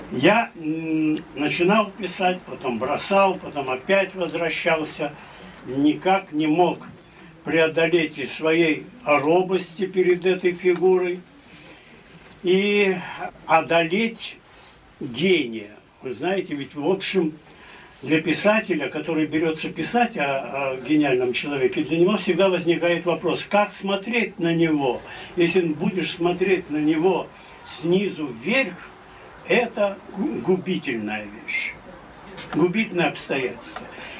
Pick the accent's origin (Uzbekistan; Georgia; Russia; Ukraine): Russia; Saint Petersburg; мы все, питерцы, живем среди Петра.